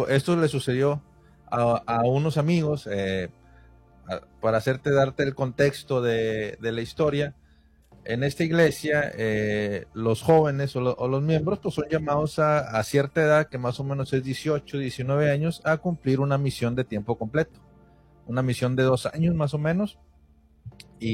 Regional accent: Monterrey, Nuevo León, Mexico; Yo soy de Monterrey

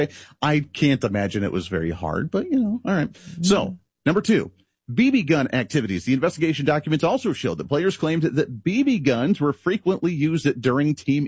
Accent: Ohio, United States; I grew up in Ohio area where we had about 10 apple trees.

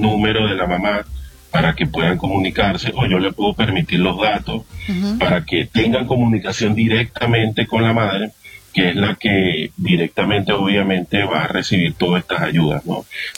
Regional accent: Venezuela; a nosotros como venezolanos nos caracteriza esto.

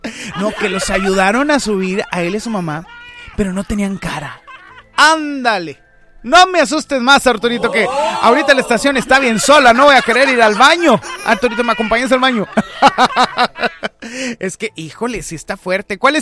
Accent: Monterrey, Nuevo León, Mexico; los regiomontanos somos los más gastones.

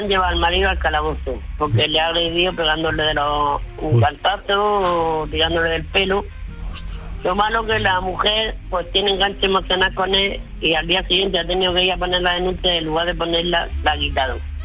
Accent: Region of Murcia, Spain; de Murcia, corresponsal de Murcia.

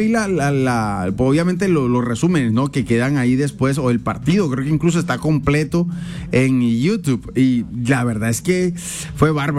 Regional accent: Colombia; El segundo momento que como colombianos no debemos olvidar

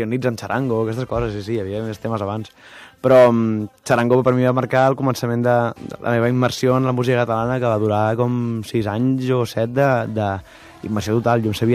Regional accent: Cambrils, Catalonia, Spain; Jo soc de Tarragona i tal, soc de Cambrils, i no era el que estava de moda.

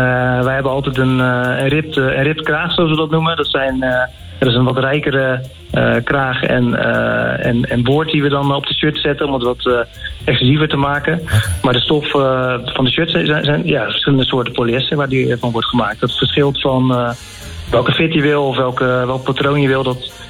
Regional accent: Rotterdam, South Holland, Netherlands; born there; Ja, geboren in Rotterdam.

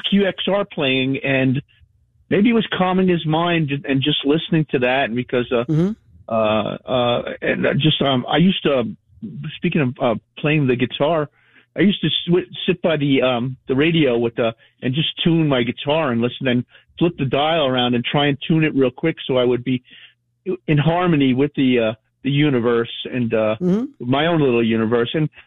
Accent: East Coast, United States; now in Indiana, United States; when I was raised on the East Coast

